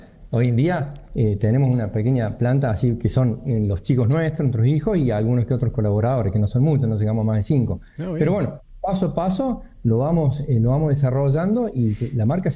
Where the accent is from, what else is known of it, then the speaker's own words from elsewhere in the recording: Córdoba, Argentina; moved away as an adult; now in Villa Carlos Paz, Argentina; Soy de Córdoba, pero vivo en Villa de Paz hace 6 años ya.